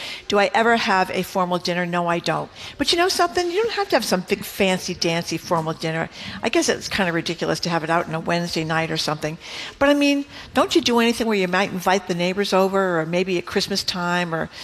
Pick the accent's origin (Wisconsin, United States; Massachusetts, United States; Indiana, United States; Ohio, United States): Massachusetts, United States; Fall River; when I was growing up in Fall River